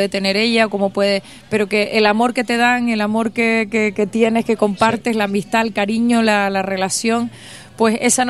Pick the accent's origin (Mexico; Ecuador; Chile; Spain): Spain; Canary Islands; yo, que me siento pues muy canaria